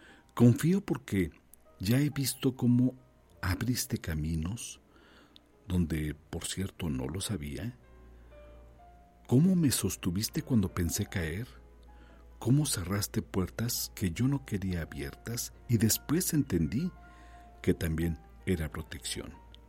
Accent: Mexico; el hecho de saber que somos mexicanos

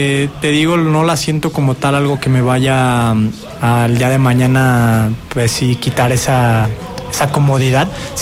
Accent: Zacatecas, Mexico; yo más que soy zacatecano

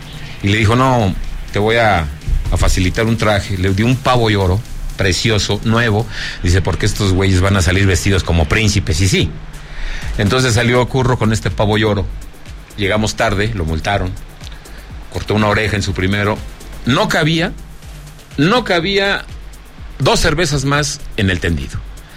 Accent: Zacatecas, Mexico; Bienvenido a mi tierra, Zacatecas.

